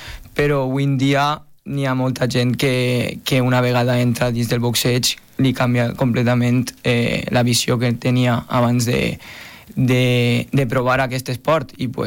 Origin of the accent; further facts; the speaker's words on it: Almoines, Valencian Community, Spain; Jo soc d'Almoines.